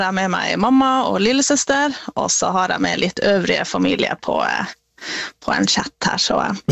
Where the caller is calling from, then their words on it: Alta, Finnmark, Norway; jeg er fra Alta.